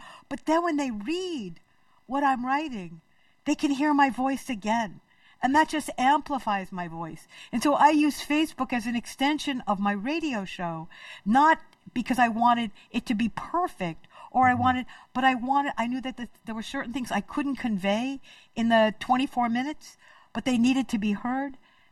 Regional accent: Hicksville, New York, United States; moved away; I grew up on Long Island in Hicksville, New York

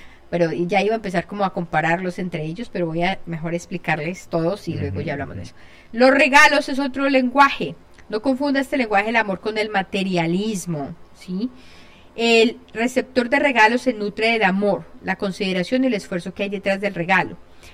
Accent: Colombia; yo soy colombiana y por eso todo lo hablo en diminutivo. Hay gente que le disgusta mucho cuando uno habla así en diminutivo, pero es parte de como hablamos los colombianos.

